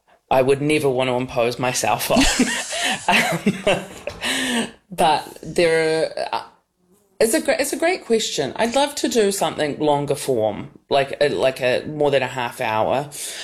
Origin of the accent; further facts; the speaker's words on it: New Zealand; Maybe through my nature of being a New Zealander or something